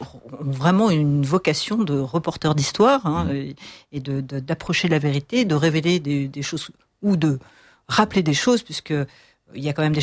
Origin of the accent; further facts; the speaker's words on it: Lyon, Auvergne-Rhône-Alpes, France; Moi, je suis lyonnaise. Je suis née à Lyon il y a quelques années déjà